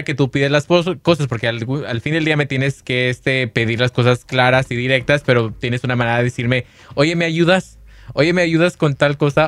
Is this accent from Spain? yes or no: no; Guanajuato, Mexico; desde las momias, Guanajuato.